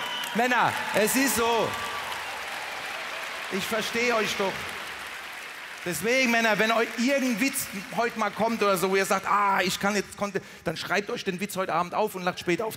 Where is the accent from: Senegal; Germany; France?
Germany; Mannheim, Baden-Württemberg; Weil bei uns in Monnem, in Mannheim, Monnem, da gibt es einen Bahnhof und eine Führung.